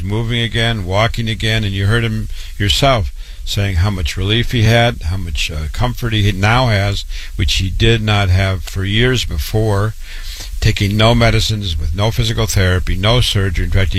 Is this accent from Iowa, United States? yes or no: yes; Waterloo, Iowa, United States; board-certified cancer doctor. I was born and raised in Waterloo, Iowa